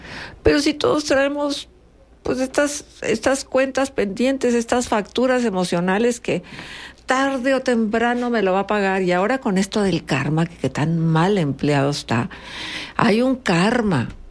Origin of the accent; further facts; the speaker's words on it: Mexico; hoy los mexicanos nos levantamos con una sonrisa.